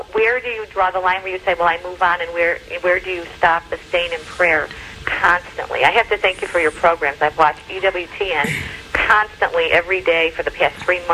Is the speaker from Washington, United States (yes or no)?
no; Chicago, Illinois, United States; Sister, I'm from Chicago. Mm-hmm. We're a suburb of Chicago.